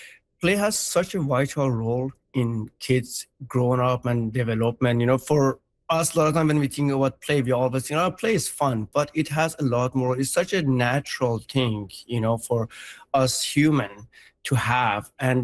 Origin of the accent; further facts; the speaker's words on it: Iran; now in Saskatoon, Canada; I was born in Iran during the war, and growing up there, I spent a lot of times in bunkers and, in hiding away.